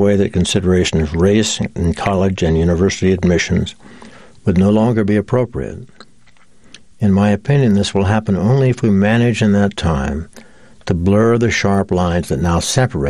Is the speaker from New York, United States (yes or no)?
no; California, United States; Growing up in California, both Pat and I had felt the vibrations of many small earthquakes